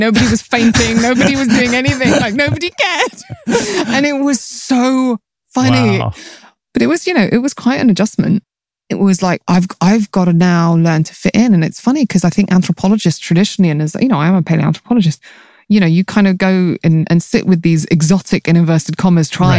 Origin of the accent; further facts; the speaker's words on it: United Kingdom; And I'm not mixed race, but I'm mixed heritage. So I'm a British Arab, right?